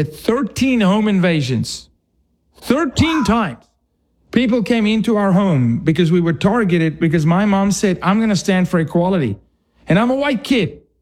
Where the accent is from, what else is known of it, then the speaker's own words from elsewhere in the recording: Johannesburg, Gauteng, South Africa; I'm from the East, what's called the East Rand. So think of the Bronx, because I'm from Johannesburg.